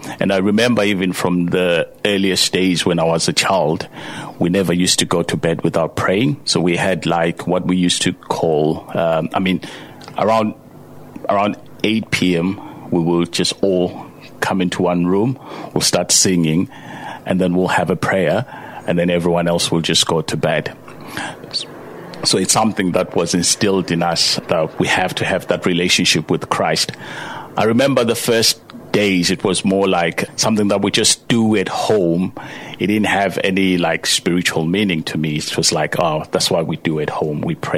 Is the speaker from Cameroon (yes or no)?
no; Bulawayo, Zimbabwe; now in South Yorkshire, United Kingdom; I was born in Bulawayo, born and bred there. So I grew up in a place called Makwekwe, quite a mouthful for you to say. Yeah, so I was born in the 80s. That's where I grew up.